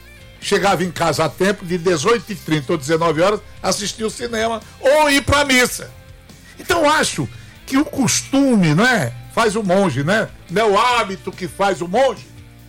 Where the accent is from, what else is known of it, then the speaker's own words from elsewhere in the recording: Ceará, Brazil; Quando aqui cheguei, como cearense, e a disparidade entre um e outro, eu desejei que o Ceará ganhasse.